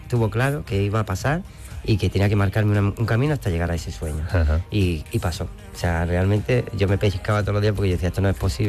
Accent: Pinos Puente, Andalusia, Spain; mi padres tenían un bar allí en Pinos Puente, mi pueblo de natal

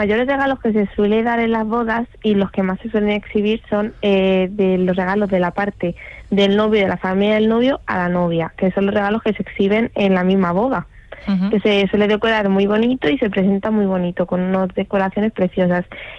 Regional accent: Spain; born there; yo nací en España

